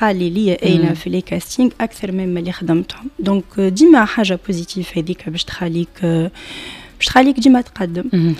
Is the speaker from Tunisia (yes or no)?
yes; Tunis, Tunis Governorate, Tunisia; born there; انا صحيح اصلي من تتاوين اما مولوده في تونس